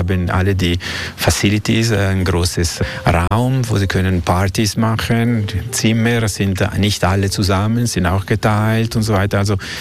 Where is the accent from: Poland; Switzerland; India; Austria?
Switzerland; Ticino; aber wir sind Schweizer-Italiani eigentlich.